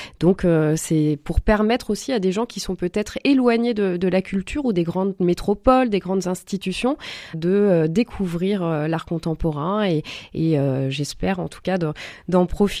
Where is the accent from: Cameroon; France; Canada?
France; Auvergne-Rhône-Alpes; je vis à Rovona. Je suis originaire de l'Ain, même si je travaille à Lyon et puis voilà, selon les projets, parfois en France.